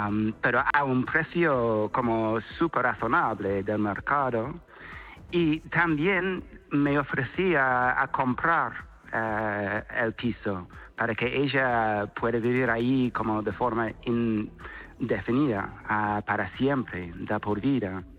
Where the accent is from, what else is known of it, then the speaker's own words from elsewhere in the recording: Spain; Yo amo a España, soy español de los cojones. Y tengo el pasaporte, me DNI, estoy súper orgulloso.